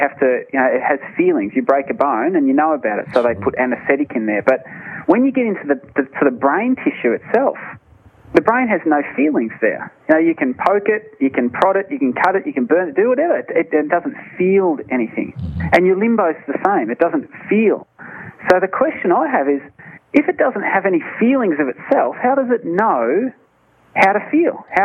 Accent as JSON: {"language": "English", "country": "Australia", "said": "I, being an Australian"}